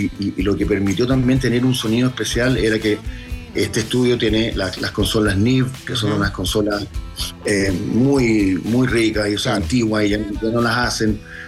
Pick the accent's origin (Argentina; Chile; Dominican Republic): Chile; no somos ni ecuatorianos, ni mexicanos, ni nada, sino que somos chilenos